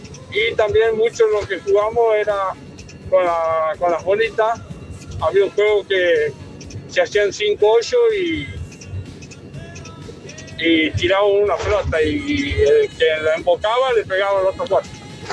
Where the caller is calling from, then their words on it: Quimilí, Santiago del Estero, Argentina; de Quimilí, Santiago del Estero. Soy camionero